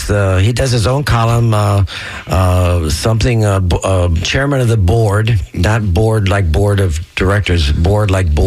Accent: Tampa, Florida, United States; what it was like growing up in Tampa in the 60s, 70s, and whatever.

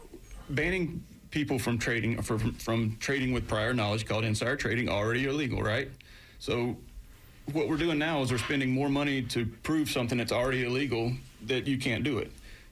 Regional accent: Georgia, United States; I grew up in South Georgia, very conservative area. Joined the Navy, met all kinds of people from different parts of America, different parts of the world.

